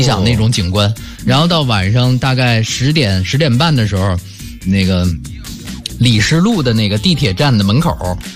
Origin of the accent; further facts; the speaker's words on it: Beijing, China; born there; 我小时候在中午庙那儿，就是中午庙头条那个口那儿